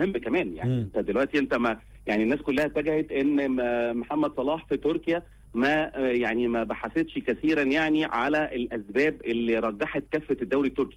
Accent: Egypt; احنا كشعب مصري

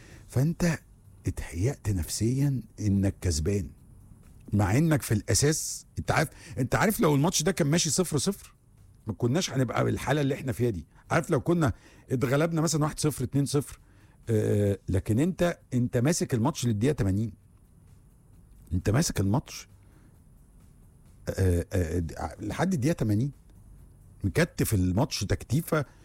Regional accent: Egypt; احنا جروب مصري

